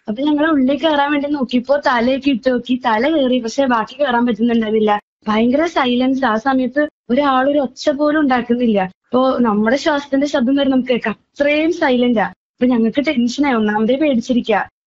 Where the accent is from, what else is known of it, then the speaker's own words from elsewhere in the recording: Thrissur, Kerala, India; Thrissur സ്വദേശിനിയാണ്.